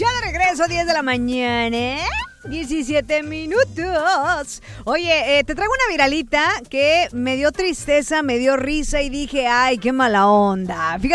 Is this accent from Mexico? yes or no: no; Puerto Rico; Yo hablo, yo como puertorriqueña ya.